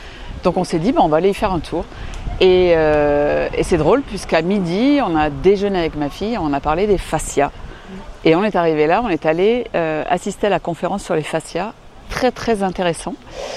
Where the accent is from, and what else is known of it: Auvergne-Rhône-Alpes, France